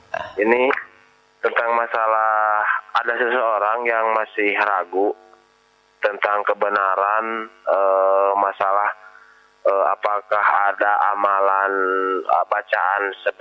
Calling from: Cianjur, West Java, Indonesia; dari Cianjur.

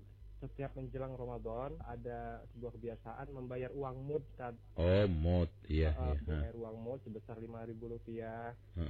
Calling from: Cibinong, West Java, Indonesia

